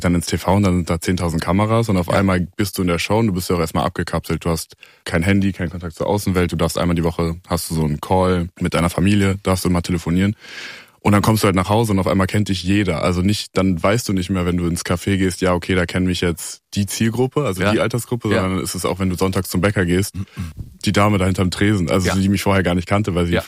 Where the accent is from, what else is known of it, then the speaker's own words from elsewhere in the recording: Melsungen, Hesse, Germany; In Kassel, also Nähe Kassel, Melsungen heißt das.